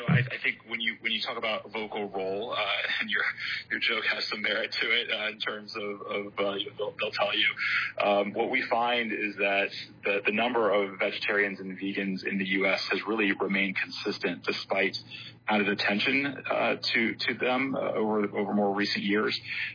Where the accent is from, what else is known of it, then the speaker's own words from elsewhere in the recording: the South, United States; I'm from the South, and so I've always loved a good chili dog.